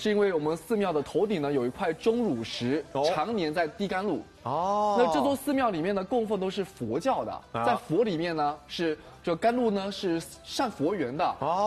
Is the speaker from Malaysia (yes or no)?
no; Sanming, Fujian, China; 我们福建人很喜欢听戏